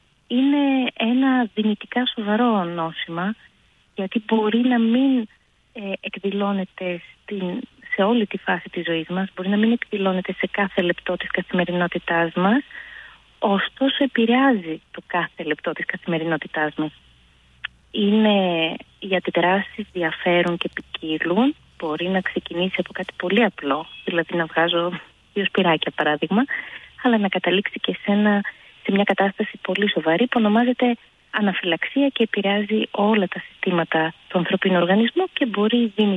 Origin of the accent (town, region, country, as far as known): Greece